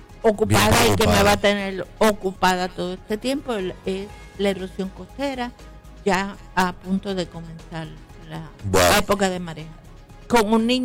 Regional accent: Loíza, Puerto Rico; por amar a mi pueblo de una manera. En casa me dicen que yo amo más a Loisa que a ellos.

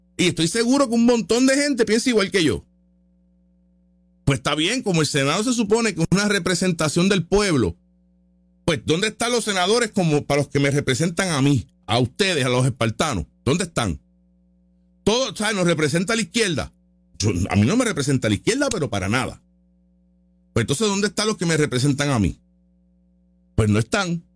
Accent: Puerto Rico; yo como puertorriqueño

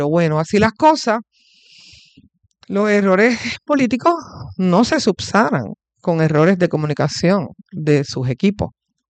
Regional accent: Puerto Rico; así que nada, como muchos puertorriqueños, me di dos copas, me cayeron mal.

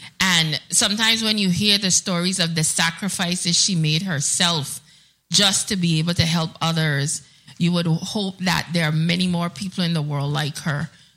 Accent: U.S. Virgin Islands; there's a spot in the Caribbean called the Virgin Islands, and we are all proud Virgin Islanders.

